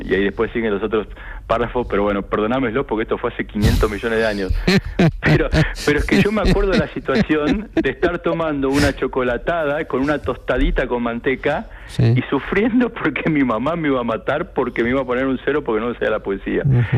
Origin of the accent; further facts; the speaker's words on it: Argentina; O sea, en particular los argentinos, o yo soy argentino, los argentinos nos gusta el tango y el tango es muy nostálgico.